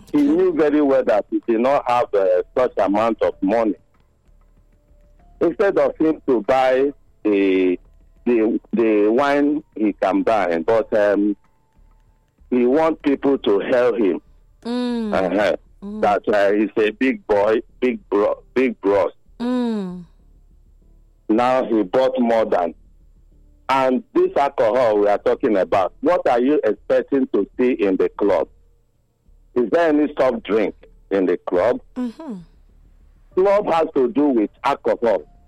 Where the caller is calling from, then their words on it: Benin City, Edo, Nigeria; I'm calling from Ekenwan.